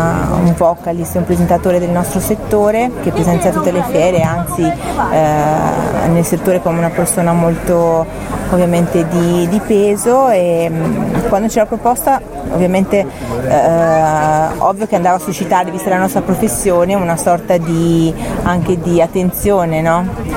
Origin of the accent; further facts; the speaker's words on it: Venice, Veneto, Italy